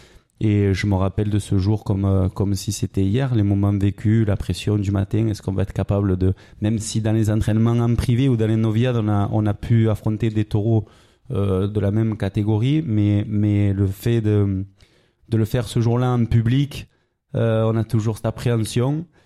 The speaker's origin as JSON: {"language": "French", "town": "Arles", "region": "Provence-Alpes-Côte d'Azur", "country": "France", "tie": "born there", "said": "C'est ma ville, comme tu dis, je suis né à Arles, j'ai toute ma famille en Arles"}